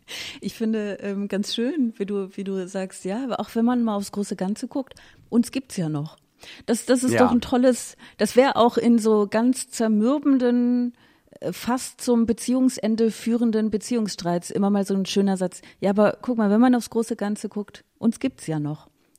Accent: Aachen, North Rhine-Westphalia, Germany; moved away; Also ich komme ja aus Aachen.

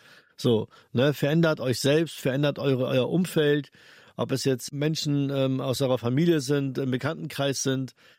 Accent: Henstedt-Ulzburg, Schleswig-Holstein, Germany; ich bin in Hensch-Ulzburg geboren und ich bin waschechter Hensch-Ulzburger.

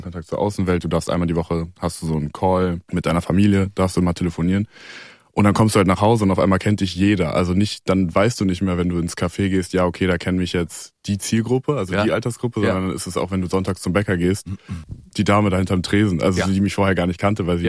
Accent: Melsungen, Hesse, Germany; In Kassel, also Nähe Kassel, Melsung heißt das.

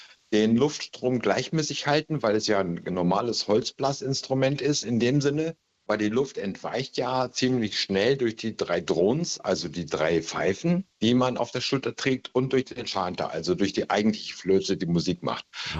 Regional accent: Lower Saxony, Germany; Also hier bei uns in Ostfriesland ist es einfach Tschüss oder wie auch immer, weil wir sprechen ja nicht so viel. Bei uns reicht Moin und Tschüss und damit ist der Tag auch gelaufen.

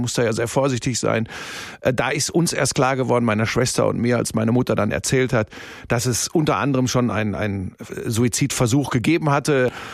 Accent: Hagen, North Rhine-Westphalia, Germany; also born or lived in Bottrop / Cologne; now in Munich, Germany; Ja, ich bin geboren in Bottrop. Das ist Inbegriff des Ruhrgebiets. Bin dann aufgewachsen in Hagen. Das ist so Tor zum Sauerland, ja. Ruhrgebiet.

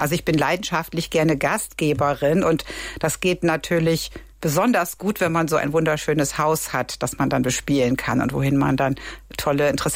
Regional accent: North Rhine-Westphalia, Germany; zum einen bin ich ein Ost-West-Gewächs, was man vielleicht nicht denkt, wenn ich sage, dass ich aus dem Bergischen Land komme. Mein Vater war ein Republikflüchtling aus Sachsen, ein Sorbe aus der Lausitz

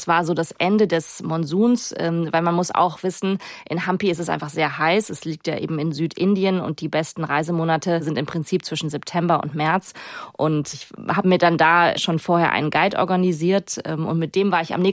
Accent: Germany; wo kommen Sie denn her? Ja, aus Deutschland.

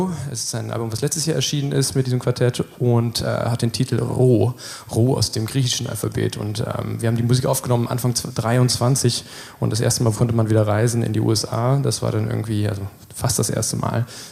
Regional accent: Lower Saxony, Germany; moved away; Ich komme aus der Lüneburger Heide, nicht zu weit weg von hier, schon 1,5 Stunden.

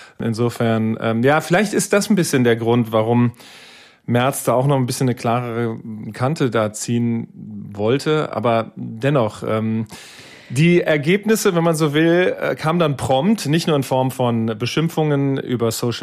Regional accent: Wiesbaden, Hesse, Germany; In Wiesbaden, meiner Heimatstadt, sitzt die NSA mit einer riesigen Zentrale und viele Soldaten auch.

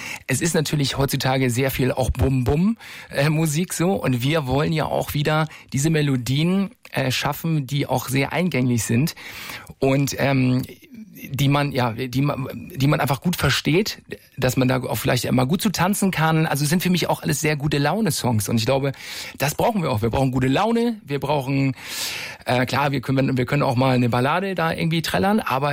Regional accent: Breiholz, Schleswig-Holstein, Germany; Ich komme ja aus Schleswig-Holstein, aus Breiholz und ja, bin so ein richtiger Schleswig. Ich mag auch einfach Schleswig-Holstein einfach so gerne. Auch dieses Norddeutsche, ne, auch so den Dithmarscher und so.

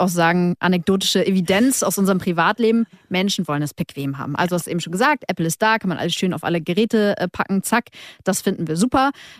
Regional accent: Bremen, Germany; Also ich würde immer auf mein Heimatbundesland Bremen tippen, weil ganz weit vorne bei allem.

